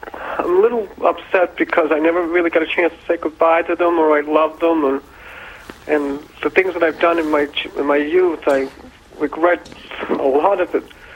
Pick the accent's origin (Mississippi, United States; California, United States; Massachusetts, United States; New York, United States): Massachusetts, United States; Boston; I'm from Boston.